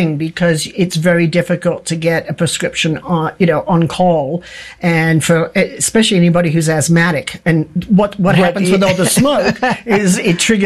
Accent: Australia; now in Santa Fe, United States; fire to me, I'm from Australia and it's the land of fire, and fire has always been a big concern. And so here we are, and in Santa Fe, we're lucky

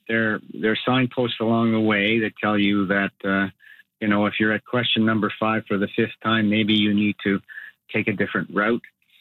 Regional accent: Quebec City, Quebec, Canada; born or raised there

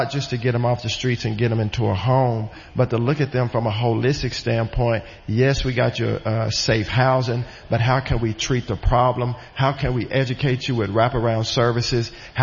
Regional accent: United States; as a pastor, as an American, as just

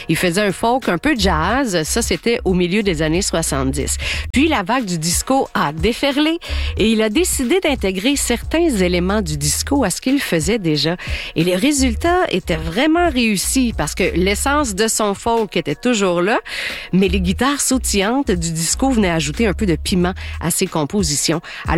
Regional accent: Quebec, Canada; Mais là, on s'en vient chez nous au Québec parce que ça a été une période très, très faste dans l'histoire de notre musique.

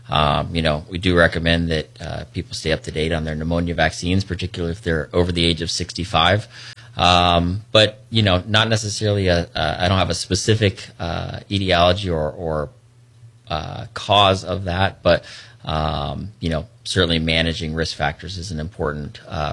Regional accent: Orlando, Florida, United States; now in Palm Coast, United States; I grew up in Orlando, but we spent most of my summers actually down at New Smyrna Beach.

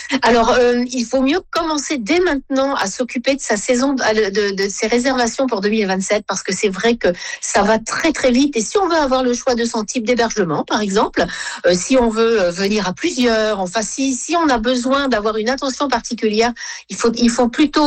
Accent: St. Pierre & Miquelon; now in Saint Pierre and Miquelon; Mais malgré tout, on est la France. Vous entendez mon accent, qui est assez différent du vôtre. Et c'est celui qui est parlé ici dans l'archipel.

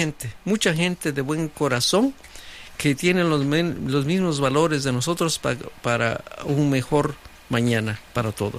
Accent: Oaxaca, Mexico; also born or lived in Puebla; now in United States; yo como mixteco quiero afirmar, ¿no?, que este proyecto fue iniciado por su servidor, un mixteco allá de la Mixteca, allá de Miltepec, Tequistepec, Cojapan de León, Oaxaca.

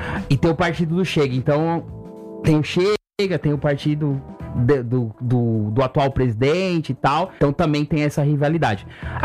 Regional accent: São Paulo, Brazil; Na verdade, eu sou paulistano, né?

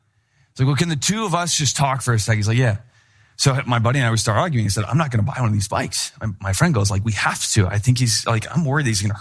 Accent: Wisconsin, United States; we're young, we're dumb, we're from Wisconsin.

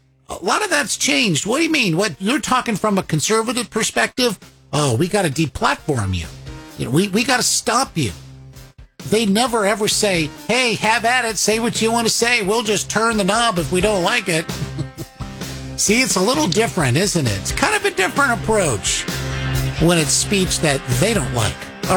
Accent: United States; And especially growing up in America, and you learn about

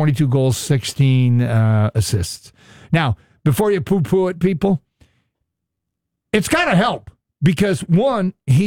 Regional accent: New York City, New York, United States; I was an altar boy growing up in St. Robert's school and church, where our family went to in Flushing.

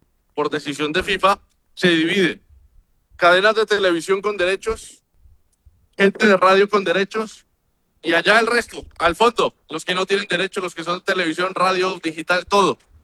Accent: Colombia; Yo tengo mi camiseta de Colombia, así como muchos colombianos

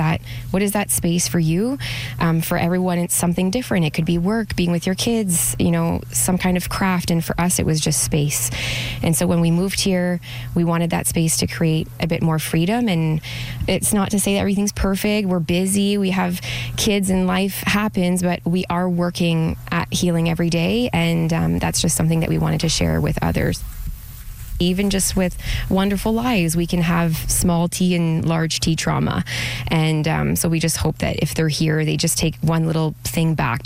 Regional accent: Ontario, Canada; now in New Brunswick, Canada; We're francophone aussi, and we're Indigenous from Ontario.

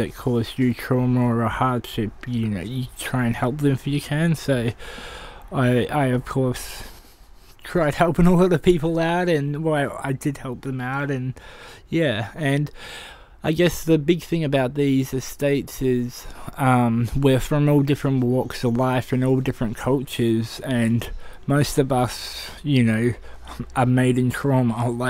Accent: Queensland, Australia; also born or lived in Christchurch, New Zealand; now in Collingwood, Australia; I'm from New Zealand, Christchurch, but grew up on 40,000 acre property and then a 30 acre property in Queensland, and now I live in Collingwood.

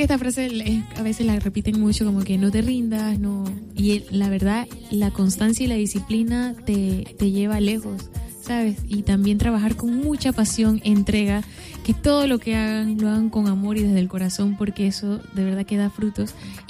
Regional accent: Aguadulce, Coclé, Panama; De Agua Dulce, de Coclé, de mi tierra hermosa, la Leña Roja. Y bueno, orgullosa de haber crecido ahí

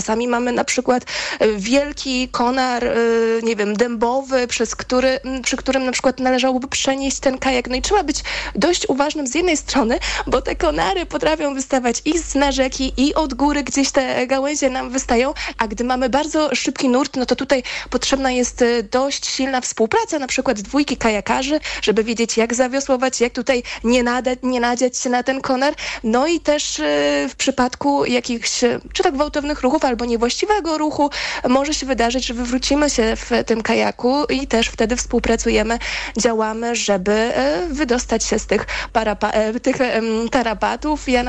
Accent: Pomeranian Voivodeship, Poland; pochodzę z Pomorza

